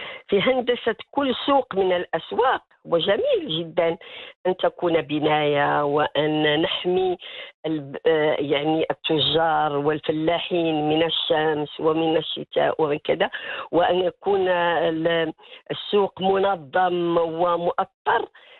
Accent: Morocco; وهذا ما يميزنا نحن كمغاربة على باقي دول العالم

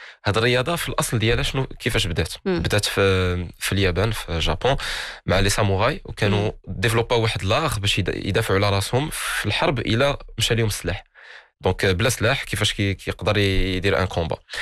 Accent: Canada; also born or lived in Casablanca, Morocco; now in Morocco; كنت عايش في كندا، كبرت تما، entre autres كبرت شويه في كازا شويه في كندا، ودخلت استقريت في المغرب. هذه واحد ربع سنين.

